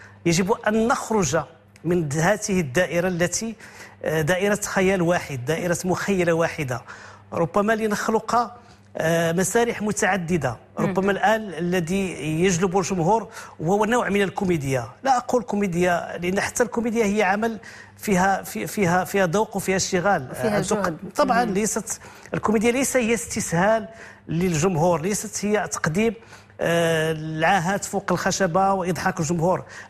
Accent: Meknes, Fès-Meknès, Morocco; أولا اخترت مكناس لأنها مدينتي، وقلت مع نفسي أنا لست فنانا فقط، فأنا مواطن

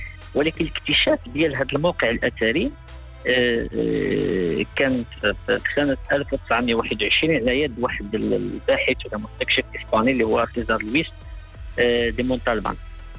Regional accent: Morocco; فاللي كيميزنا إحنا كمغاربة أو كمغرب كبلد

